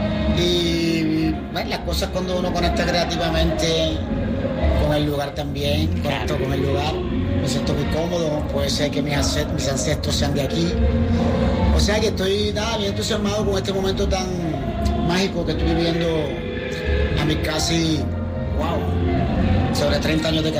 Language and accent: Spanish; Guaynabo, Puerto Rico; Esto es algo que yo soñaba de niño en el barrio, en Guaynabo, Puerto Rico.